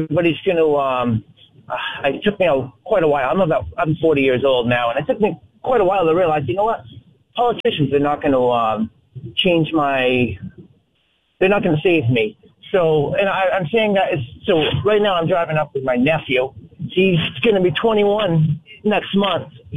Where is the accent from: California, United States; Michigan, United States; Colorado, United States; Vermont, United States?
Vermont, United States; moved away as an adult; now in Maine, United States; I'm originally from Vermont. I bought a house that I think I was 26 years old. I got married a little later than he did. And then we sold. So we moved up in 20 to Maine to be with family.